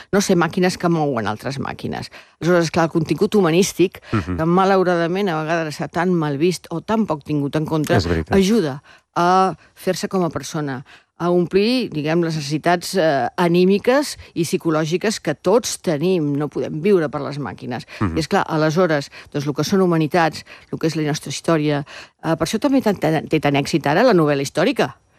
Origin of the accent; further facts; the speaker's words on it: Llançà, Catalonia, Spain; Perquè a fora, a l'estranger, agafen l'últim cognom. I aleshores soc